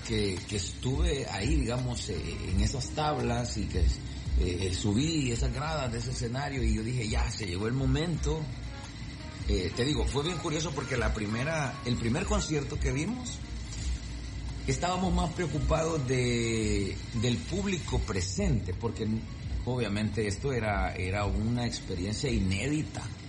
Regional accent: El Salvador; somos salvadoreños

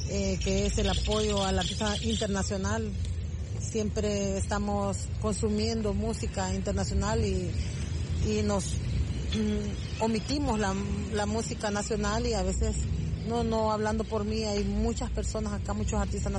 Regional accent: El Salvador

